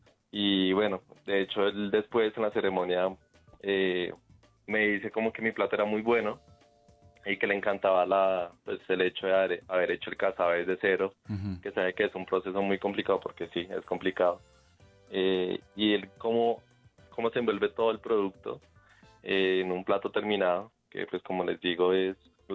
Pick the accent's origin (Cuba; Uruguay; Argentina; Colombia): Colombia